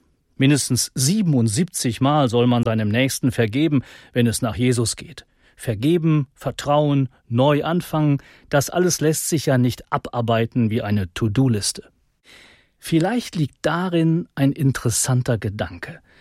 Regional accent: Münster, North Rhine-Westphalia, Germany; Durch meine Heimatstadt Münster

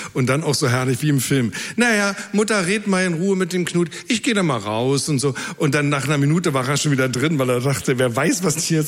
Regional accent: Berlin, Germany; selbst für mich als Berliner

